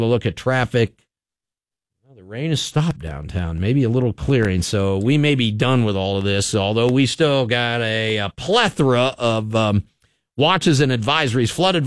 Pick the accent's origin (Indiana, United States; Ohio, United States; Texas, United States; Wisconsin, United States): Ohio, United States; Cincinnati; I knew people that had boats when I was growing up in the Cincinnati area.